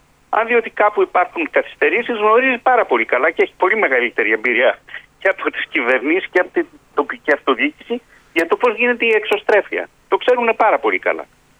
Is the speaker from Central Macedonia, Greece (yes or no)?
yes; Thessaloniki, Central Macedonia, Greece; Έτσι κι αλλιώς η φιλοξενία και η υποδοχή στη Βόρεια Ελλάδα είναι υψίστης σημασίας, είμαι Θεσσαλονικιός και το ξέρω.